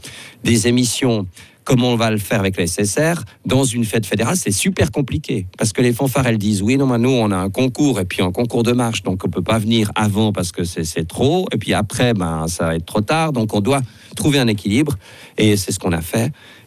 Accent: Switzerland; les instruments à vent sont un exemple remarquable du fonctionnement de la société civile chez nous en Suisse, vraiment.

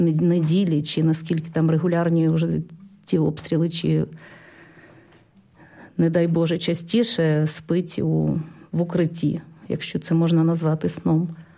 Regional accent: Kyiv, Ukraine; у моєму рідному Києві в ніч на 24 травня був справжній апокаліпсис

